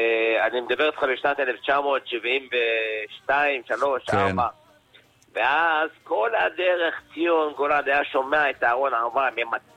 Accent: Tel Aviv, Tel Aviv District, Israel; אני נולדתי בשכונת התקווה, ועד כ-17 שמעתי שני זמרים.

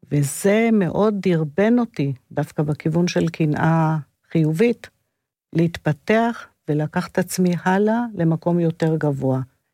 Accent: Holon, Tel Aviv District, Israel; בחולון, באחת השכונות של חולון הישנה.

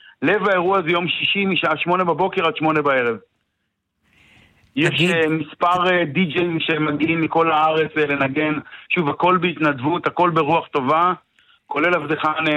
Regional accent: HaYogev, Northern District, Israel; אני במקור בן מושב היוגב, כשחזרנו למושב, היינו חברי קיבוץ מידו במשך 15 שנה, כשחזרנו למושב לפני 3 שנים

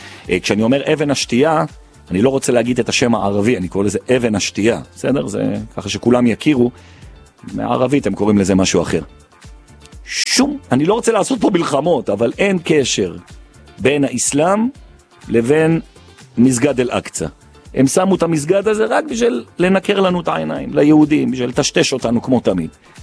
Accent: Jerusalem, Jerusalem District, Israel; אני ירושלמי ואני אוהב לדחוף ירושלמים.

